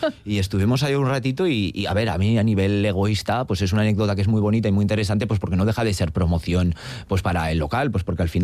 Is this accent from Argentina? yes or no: no; Getxo, Basque Country, Spain; Los que soy de Algorta de Guecho, pues que aparcar es como creer en Dios muchas veces